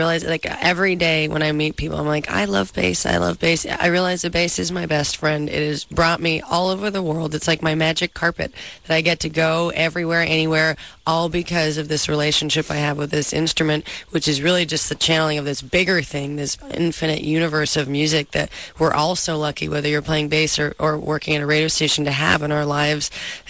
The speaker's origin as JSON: {"language": "English", "region": "Atlantic Canada", "country": "Canada", "said": "I'm back up in Canada. I'm from the East Coast anyhow"}